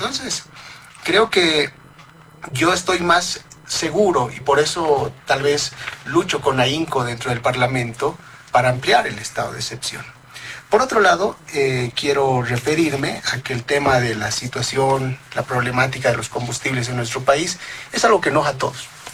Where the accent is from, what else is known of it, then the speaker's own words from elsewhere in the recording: Bolivia; como boliviano y como parlamentario